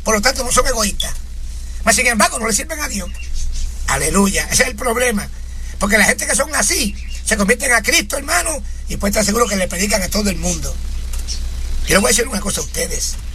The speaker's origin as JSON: {"language": "Spanish", "country": "Puerto Rico", "said": "Yo estuve muchos años primero predicando en Puerto Rico en diferentes áreas, incluyendo en mi pueblo, diferentes barrios."}